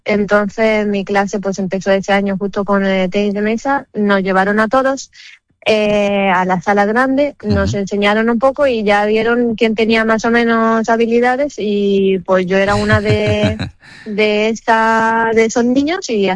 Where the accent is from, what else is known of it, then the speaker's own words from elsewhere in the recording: Romania; moved away as an adult; also born or lived in Sweden / Santiago de Compostela; now in Linares, Spain; Sí, yo soy rumana. En septiembre cumplo 11 años aquí en España